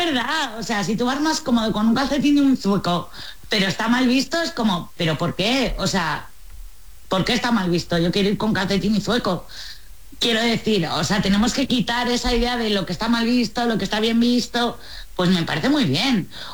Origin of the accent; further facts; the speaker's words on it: Spain; no lo veo tan hortera porque yo soy española